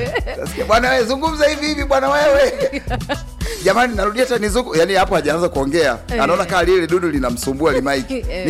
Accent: Songea, Ruvuma, Tanzania; moved away; kule kwetu kule Songea ambako sisi tumekuwa

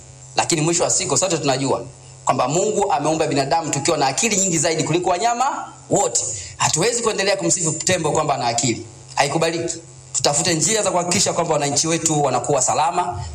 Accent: Tunduru, Ruvuma, Tanzania; now in Bunda, Tanzania; Hata Tunduru nako sisi kwetu ni hivyo hivyo.

